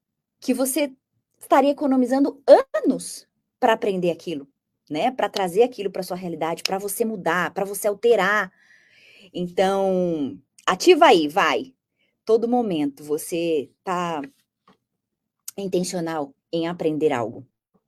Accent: Brazil; born there; Eu nasci no Brasil, no Brasil.

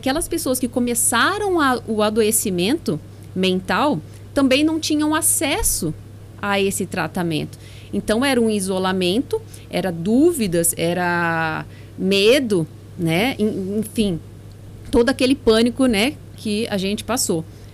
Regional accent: Jaboticabal, São Paulo, Brazil; also born or lived in Ribeirão Preto; eu nasci em Ribeirão Preto, né? Sou Ribeirão Pretana, né? Mas só nasci lá, vivo em Jaboticabal desde sempre. Minha família é toda de lá

